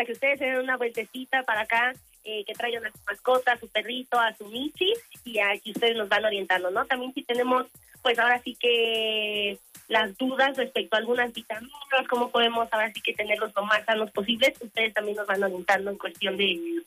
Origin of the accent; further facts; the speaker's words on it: Mexico; como buenos mexicanos siempre andamos nosotros corriendo y con la cabeza en todos lados